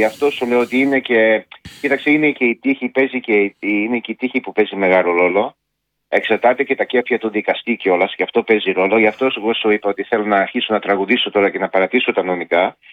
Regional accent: Australia; Ναι, γιατί εγώ είμαι από την Αυστραλία και εγώ ξέρω τα δεδομένα.

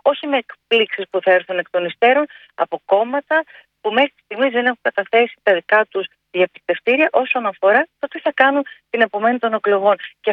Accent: Thessaloniki, Central Macedonia, Greece

